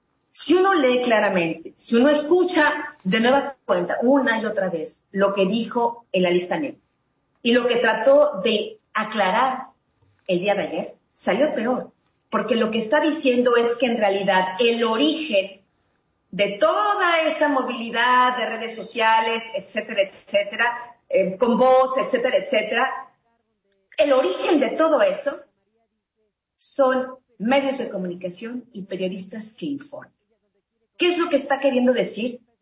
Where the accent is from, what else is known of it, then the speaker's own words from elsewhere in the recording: Mexico; Pero yo, al menos como mexicana, no quiero estar pagando con mis impuestos a una señora que no está cumpliendo